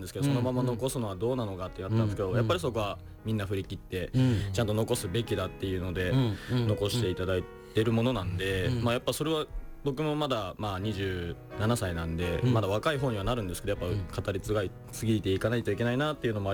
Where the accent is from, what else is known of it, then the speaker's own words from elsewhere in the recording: Hiroshima, Japan; 僕も広島県民として、まあ、そこの広島魂は全然あるので、